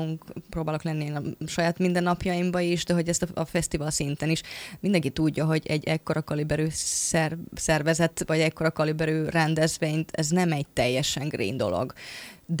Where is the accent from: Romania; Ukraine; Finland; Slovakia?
Finland; now in Hungary